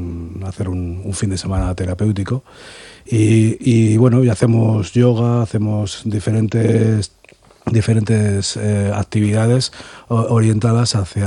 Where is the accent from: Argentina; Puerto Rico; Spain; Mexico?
Spain; Valle de Trápaga-Trapagaran, Basque Country; nuestra sede es en Trápaga, porque nosotros somos todo, la mayoría somos de Trápaga.